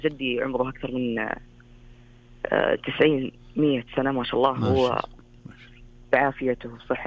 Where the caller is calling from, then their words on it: Taif, Makkah Province, Saudi Arabia; من الطائف.